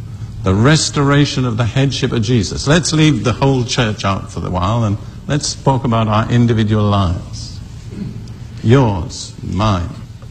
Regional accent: United Kingdom; I'm British, and British prone to be critical.

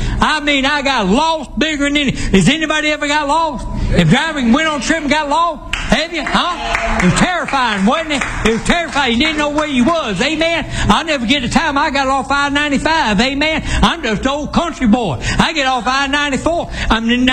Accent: Georgia, United States; I said, I'm from Georgia.

